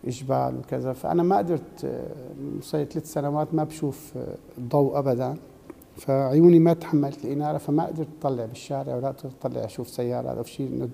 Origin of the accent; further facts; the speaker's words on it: Rif Dimashq, Syria; قلت له انا من الغوطة.